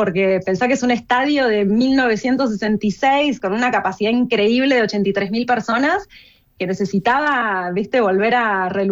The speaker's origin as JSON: {"language": "Spanish", "region": "Buenos Aires", "country": "Argentina", "moved": "as an adult", "lives_now": "Kansas, United States", "said": "Kansas es un lugar increíble para vivir, o sea, es muy tranquilo, siendo argentina y habiendo vivido en Buenos Aires gran parte de mi vida, la verdad que es un contraste enorme"}